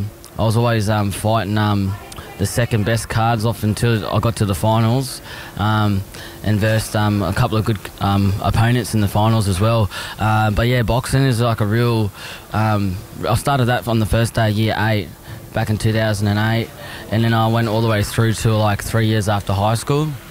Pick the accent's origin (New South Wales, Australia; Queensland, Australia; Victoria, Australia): Queensland, Australia; Caboolture; A lot of walks of life go to that Golden Gloves up in my hometown in Caboolture.